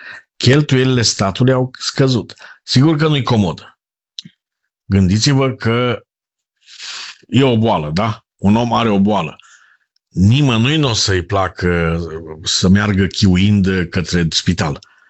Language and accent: Romanian; Romania; Noi suntem europeni, după aia suntem români.